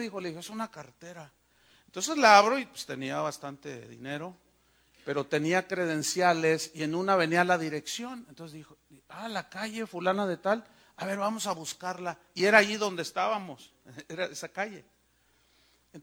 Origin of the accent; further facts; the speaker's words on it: Mexico; Yo soy mexicano.